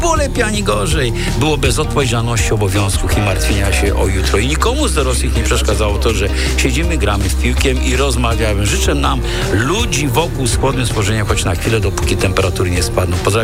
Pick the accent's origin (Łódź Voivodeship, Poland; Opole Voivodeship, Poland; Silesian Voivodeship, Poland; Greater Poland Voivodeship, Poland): Silesian Voivodeship, Poland; Jako dziecko wychowywana na Górnym Śląsku pośród blokowisk, pamiętam jak w moim 10-piętrowym bloku trzyklatkowym mieszkały 23 osoby z mojej klasy